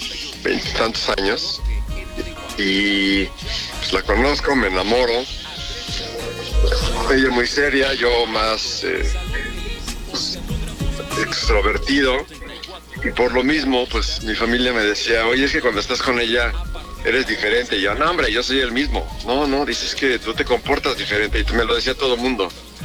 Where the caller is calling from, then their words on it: Mexico City, Mexico; Aquí de la Ciudad de México.